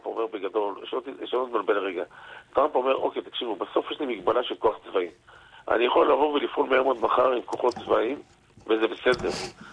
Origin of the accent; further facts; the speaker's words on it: the Krayot, Haifa District, Israel; אני גם גדלתי בקריות